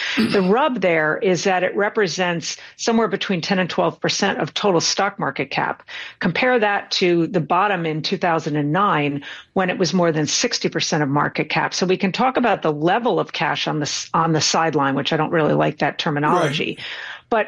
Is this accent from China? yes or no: no; Norway; I went to my home country, Tom. I went to Norway.